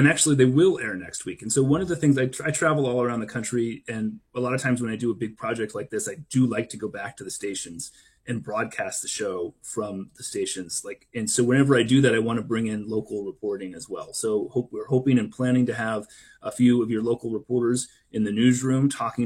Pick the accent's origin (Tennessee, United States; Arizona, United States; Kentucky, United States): Arizona, United States; And I'll tell you what, I'm from Arizona. I had never been on a glacier before.